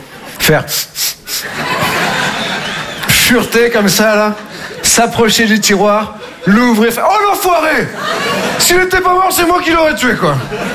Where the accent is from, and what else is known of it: Nouvelle-Aquitaine, France